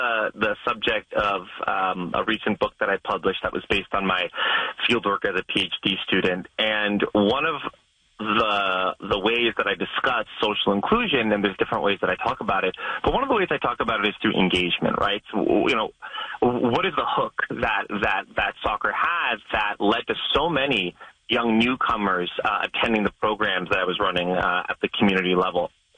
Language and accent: English; Canada; I said, "Hey, I'm Canadian."